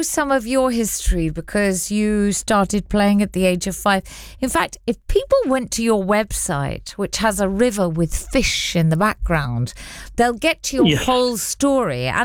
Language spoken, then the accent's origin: English; Basingstoke, South East England, United Kingdom; I am also from Basingstoke